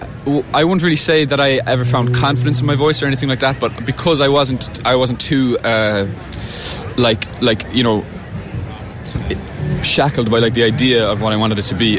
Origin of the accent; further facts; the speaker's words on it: Ireland; moved away as an adult; also born or lived in Manchester; I'm from Ireland, but I moved to Manchester when I was 18 to go to university there.